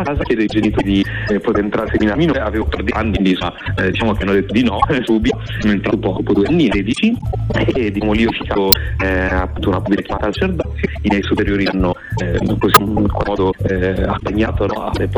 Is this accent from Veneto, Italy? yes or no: no; Parma, Emilia-Romagna, Italy; io sono nato a Parma